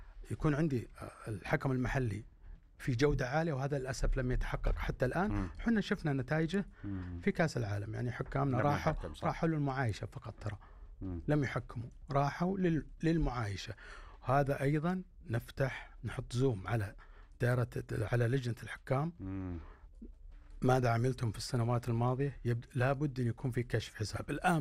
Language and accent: Arabic; Saudi Arabia; أنا بالنسبة لي كسعودي